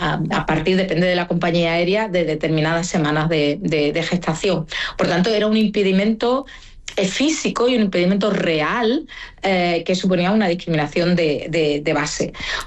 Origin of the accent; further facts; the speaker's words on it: Seville, Andalusia, Spain; yo que soy de Sevilla y que me costaría 2 días y en coche venir aquí en coche a Bruselas o a Estrasburgo